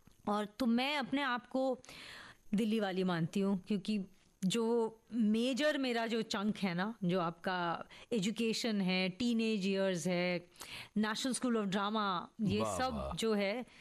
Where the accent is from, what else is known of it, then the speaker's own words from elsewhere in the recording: Pune, Maharashtra, India; born there; मैं एक्चुअली पुणे में पैदा हुई थी